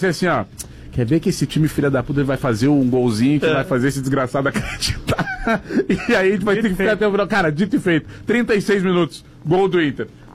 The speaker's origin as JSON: {"language": "Portuguese", "town": "Pinheiro Machado", "region": "Rio Grande do Sul", "country": "Brazil", "said": "Claro, meu, minha família é toda de Pinheiro Machado."}